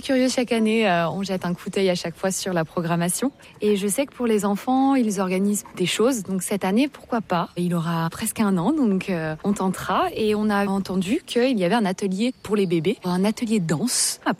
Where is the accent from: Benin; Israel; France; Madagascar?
France; Embrun, Provence-Alpes-Côte d'Azur; Moi je suis d'Embrunay donc je connais un petit peu effectivement ce qui se fait